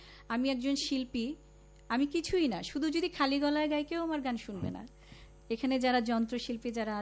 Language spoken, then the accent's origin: Bangla; Brahmanbaria, Chittagong Division, Bangladesh; moved away as an adult; now in Dhaka, Bangladesh; আমাদের মফস্বলে আমরা ব্রাহ্মণবাড়িয়াতে যেভাবে গান চর্চা করে বড় হয়েছি